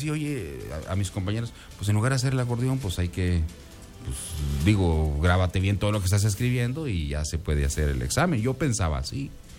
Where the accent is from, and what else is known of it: Mexico